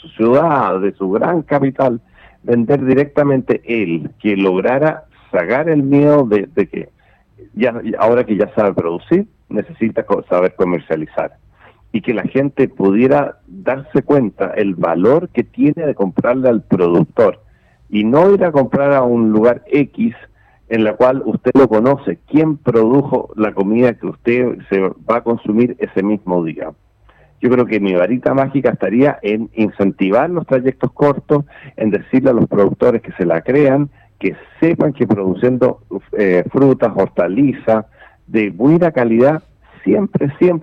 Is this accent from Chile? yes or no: yes; Chile; todos nosotros como chilenos